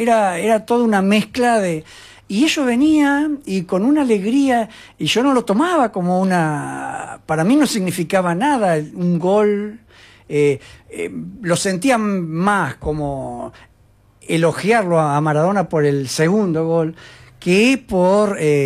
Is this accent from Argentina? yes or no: yes; Argentina; como futbolero, como argentino